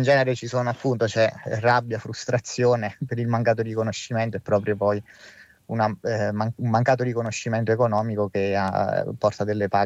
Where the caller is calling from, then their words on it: Salerno, Campania, Italy; siamo da Salerno